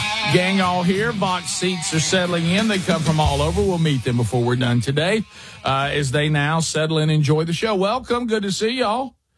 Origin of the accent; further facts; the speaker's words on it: Tucumcari, New Mexico, United States; also born or lived in Amarillo; I'm from Tucumcari, New Mexico.